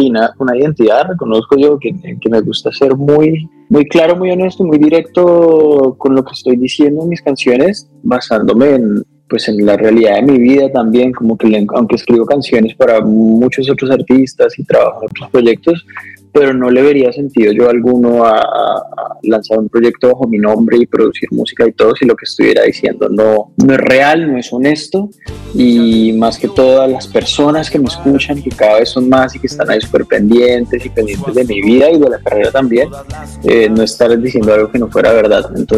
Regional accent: Colombia; moved away as an adult; Yo salí de Colombia buscando crecer mi carrera como compositor también. Igual amo Colombia, estoy volviendo a Colombia todo el tiempo

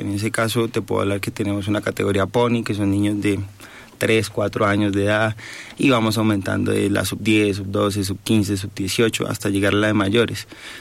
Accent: Bogotá, Bogotá D.C., Colombia; born there; yo practico béisbol desde que tengo 5 años aquí en Bogotá

